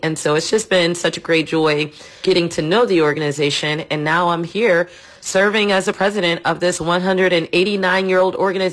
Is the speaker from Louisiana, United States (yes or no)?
yes; New Orleans, Louisiana, United States; I would have been a Crittenden girl growing up in New Orleans